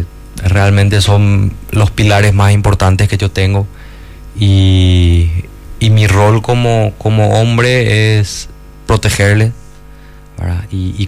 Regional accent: Luque, Central, Paraguay; nosotros somos luqueños, ¿verdad? Incluso hasta a veces se pone en duda si somos paraguayos antes que luqueños

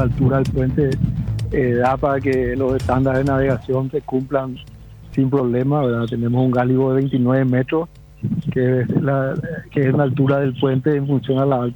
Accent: Asunción, Paraguay; Bueno, yo soy de Asunción, ¿verdad?

